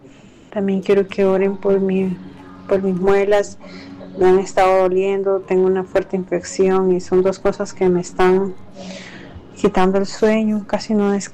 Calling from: San Rafael, Alajuela, Costa Rica; Me reporto de San Rafael de Alajuela

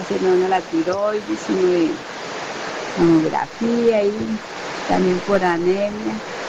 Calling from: Siquirres, Limón, Costa Rica; soy de Siquirres.

